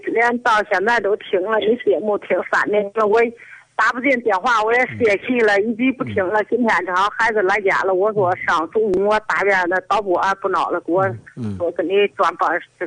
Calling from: Lianyungang, Jiangsu, China; 我是江苏连云港的。

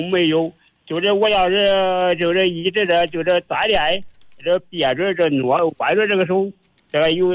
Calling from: Xinxiang, Henan, China; 我是河南的，河南新乡。

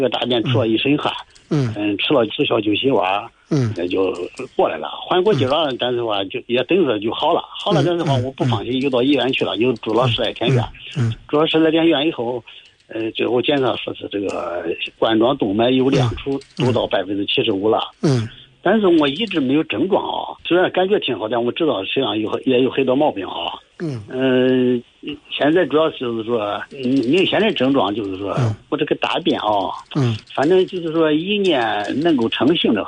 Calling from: Nanyang, Henan, China; 我是河南人，南阳这一块的。

